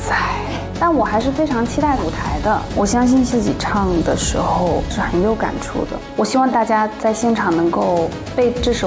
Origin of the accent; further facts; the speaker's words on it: China; 因为我们在中国这个土壤生长起来的